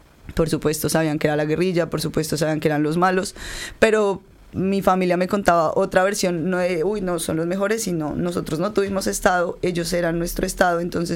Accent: Colombia; moved away as an adult; now in Argentina

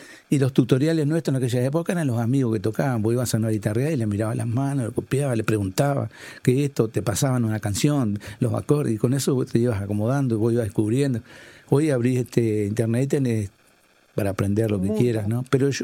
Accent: Salto, Uruguay; había peñas en Salto, me llevaba, yo era chiquito y yo cantaba

